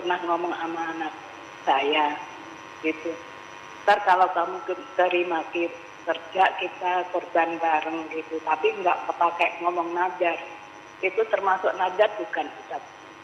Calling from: Tangerang, Banten, Indonesia; Saya dari hamba Allah di Tangerang.

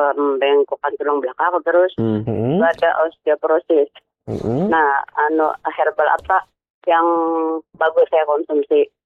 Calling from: Banjarmasin, South Kalimantan, Indonesia; Saya dari Pak Rita

